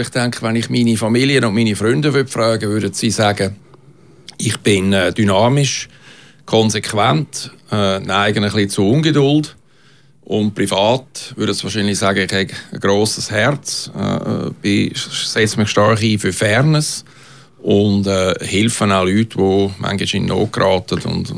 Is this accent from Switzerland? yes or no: yes; Zurich, Switzerland; Ich als Zürcher bin besonders betroffen davon.